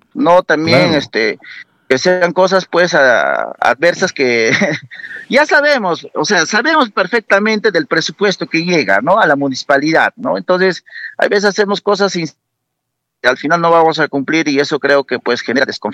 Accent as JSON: {"language": "Spanish", "town": "Villa Rica", "region": "Pasco", "country": "Peru", "tie": "born or raised there", "said": "yo soy de acá de Villarrica, de una otra manera, he nacido en la frontera entre Villarrica y Perené, siempre con la verdad, pero todos mis activos, toda mi juventud lo he desarrollado en Villarrica"}